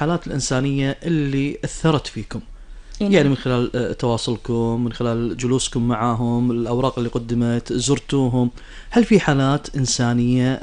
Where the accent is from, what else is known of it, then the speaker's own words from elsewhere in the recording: Kuwait; اللي دولتنا الحبيبة الكويت ما ذخرت شيء عن أبنائها وعن بناتها